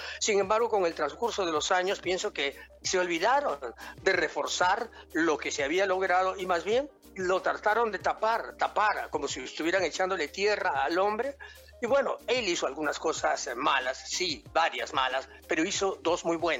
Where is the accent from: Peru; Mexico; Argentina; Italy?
Peru; moved away; Uno sigue siendo peruano y vale nuestro voto, especialmente de aquellos que queremos y que en algún momento salimos del Perú porque esperábamos una mejora.